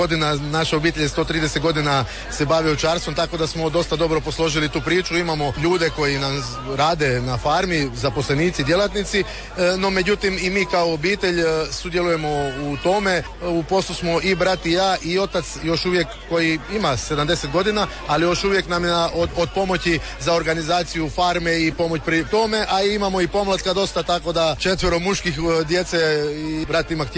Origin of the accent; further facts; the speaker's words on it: Croatia; kod nas na Pagu